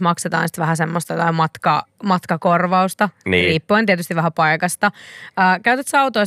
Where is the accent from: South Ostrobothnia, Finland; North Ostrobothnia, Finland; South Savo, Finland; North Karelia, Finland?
South Ostrobothnia, Finland; Nurmo; mä oon Nurmasta kotoisin